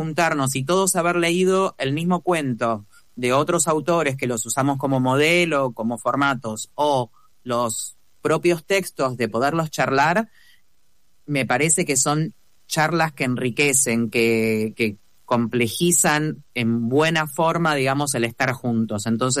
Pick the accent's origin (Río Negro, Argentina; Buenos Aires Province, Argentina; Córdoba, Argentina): Buenos Aires Province, Argentina; now in Buenos Aires, Argentina; yo también me crié en una zona más alejada de la capital y no había tantas opciones. Ahora, bueno, está lo virtual, pero poder un poco devolver, yo nací en esa zona